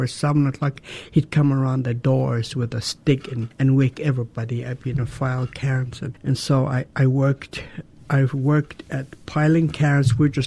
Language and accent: English; Douglas, Alaska, United States; born or raised there